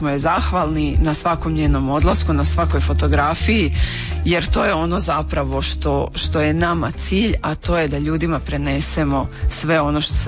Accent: Osijek, Osijek-Baranja County, Croatia; i mi smo iz Osijeka

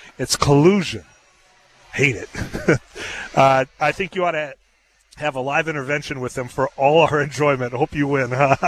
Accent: Leeds, Yorkshire and the Humber, United Kingdom; There's another guy from Mattock that will collude with somebody from my hometown of Leeds who participates

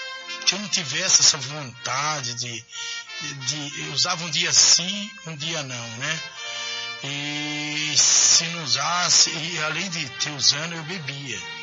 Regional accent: Itatiba, São Paulo, Brazil; sou de Itatiba, bairro Santa Cruz, Alameda Dom Pedro II

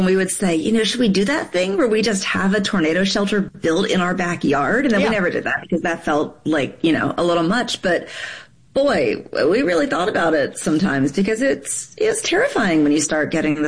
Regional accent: Delaware, United States; also born or lived in Missouri; now in Mississippi, United States; So I grew up in Delaware. I'm from Delaware originally, mm-hmm. and we did not have tornadoes in Delaware. We got, you know, like the remnants of hurricanes sometimes, but really we just got big thunderstorms.

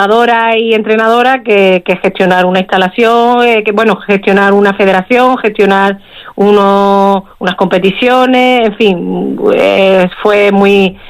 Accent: Málaga, Andalusia, Spain; moved away as an adult; now in Melilla, Spain; yo soy malagueña. Yo ya era nadadora en Málaga desde pequeñita, desde los 4 años

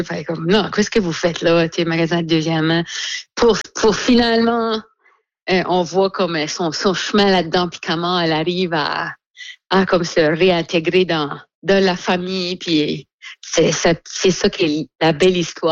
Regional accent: Dieppe, New Brunswick, Canada; now in Shediac, Canada; Là, moi, j'ai grandi à Dieppe.

